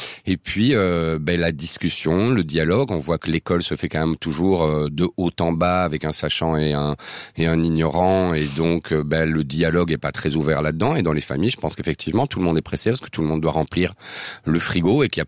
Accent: Belgium; comme chez nous, comme on dit chez nous en Belgique

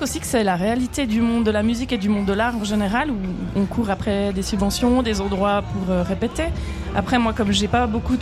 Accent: La Chaux-de-Fonds, Neuchâtel, Switzerland; Je suis du Chaux-de-Fonds.

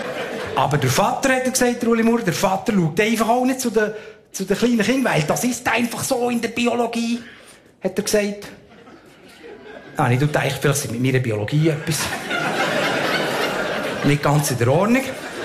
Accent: Switzerland; Nein, Entschuldigung, aber bei uns in der Schweiz, ja, läuft darum eben der Geschlechterdiskurs auf einem tieferen Niveau ab.

